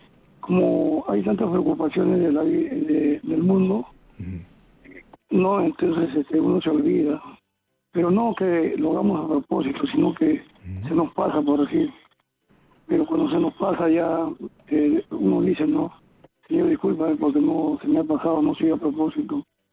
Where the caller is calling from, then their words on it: Ventanilla, Callao, Peru; Ventanilla.